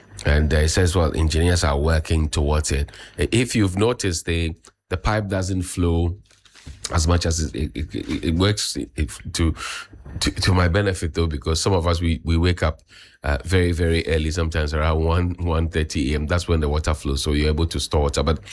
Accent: Accra, Greater Accra, Ghana; I grew up in the Kaneshi Estate.

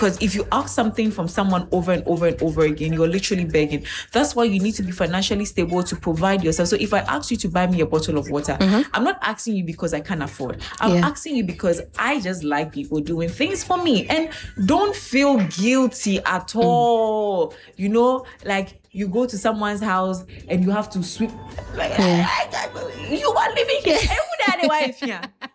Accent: Accra, Greater Accra, Ghana; I'm from Jamestown.

